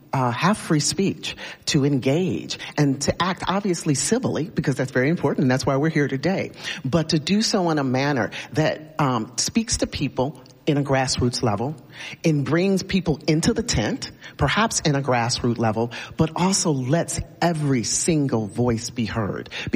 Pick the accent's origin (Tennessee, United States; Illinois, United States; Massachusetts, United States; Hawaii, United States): Illinois, United States; Chicago; I'm a girl who grew up on the south side of Chicago.